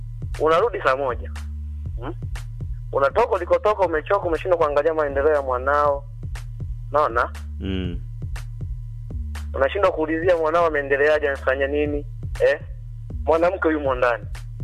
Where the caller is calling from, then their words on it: Tanzania; Natokea Nyamikoma.